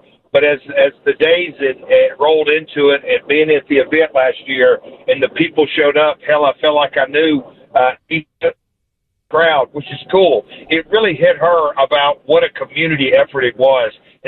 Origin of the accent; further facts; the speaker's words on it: Hendersonville, United States; First time I'd ever wrestled in my hometown.